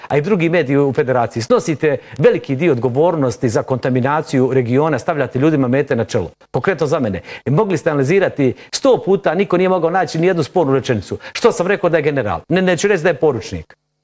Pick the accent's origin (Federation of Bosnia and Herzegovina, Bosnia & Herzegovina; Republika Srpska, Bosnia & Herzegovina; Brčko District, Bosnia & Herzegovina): Republika Srpska, Bosnia & Herzegovina; Trebinje; Ja dolazim iz Trebinja u kome nije bilo ratnih zločina.